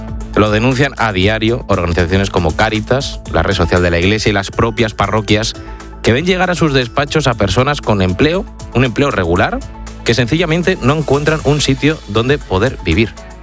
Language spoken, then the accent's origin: Spanish; Spain; yo como tantos españoles no me chupo el dedo.